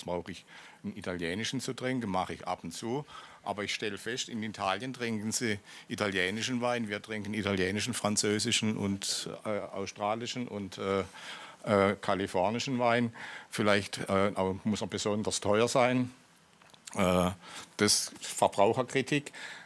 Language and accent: German; Baden-Württemberg, Germany; Wir kommen aus Emding, das ist ein Breisgau.